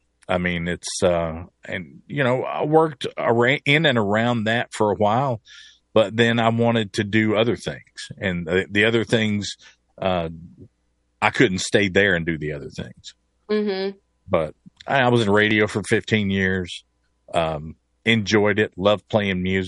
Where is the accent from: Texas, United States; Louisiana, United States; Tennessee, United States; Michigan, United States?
Tennessee, United States; Bristol; Yeah, well, I grew up in Bristol, Tennessee.